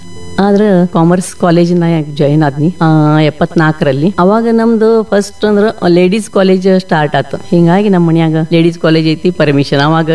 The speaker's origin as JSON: {"language": "Kannada", "town": "Sangli", "region": "Maharashtra", "country": "India", "tie": "born or raised there", "also_born_or_lived": "Nashik / Pune", "second_language": "Kannada", "moved": "as an adult", "lives_now": "Belagavi, India", "said": "ಯಾಕಂದ್ರೆ ನಾವು ಮಹಾರಾಷ್ಟ್ರದಾಗ ಬೆಳೆದವ್ರು ಎಲ್ಲರು. ನನ್ನ ಹುಟ್ಟು ನಾಸಿಕ್ ಊರು. ನಾಸಿಕ್ದಿಂದ ನಾವು ಪುಣಾಯಿನ ಮಾಡಿ ಸಾಂಗ್ಲಿ, ನಂದ ಎಜುಕೇಶನ್ ಅಲ್ಲಿ ಶುರು ಆಗಿದ್ದು."}